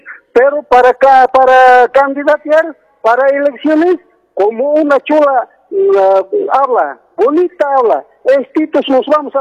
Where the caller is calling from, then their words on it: Bolivia; soy de Tinteneño.